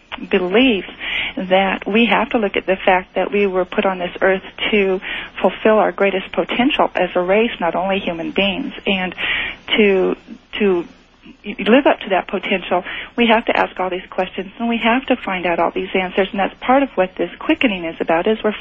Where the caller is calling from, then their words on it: Puyallup, Washington, United States; I'm calling from Puyallup, Washington.